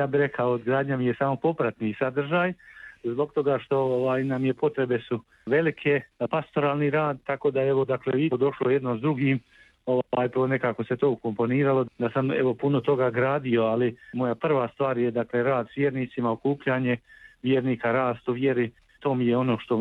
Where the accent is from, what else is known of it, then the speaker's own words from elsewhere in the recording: Ljubuški, Federation of Bosnia and Herzegovina, Bosnia & Herzegovina; moved away; A Humac mi je inače i rodna župa, ja sam rodom iz Ljubuškoga, tako da mi je to sve domaće i drago